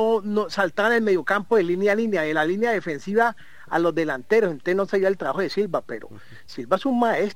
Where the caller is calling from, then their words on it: Palmira, Valle del Cauca, Colombia; Desde Palmira Valle.